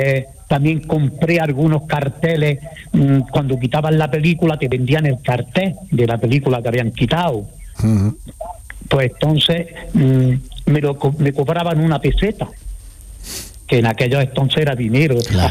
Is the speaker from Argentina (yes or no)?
no; Andalusia, Spain; yo soy de Cajas, en Cajas no había cine y los niños íbamos al cine de la Estubia.